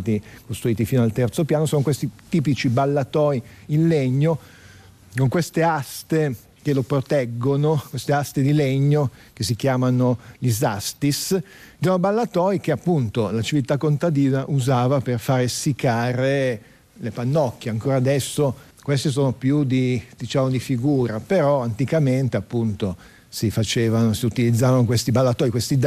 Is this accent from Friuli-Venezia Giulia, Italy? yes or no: yes; San Daniele del Friuli, Friuli-Venezia Giulia, Italy; non è il mio friulano, io vengo da San Daniele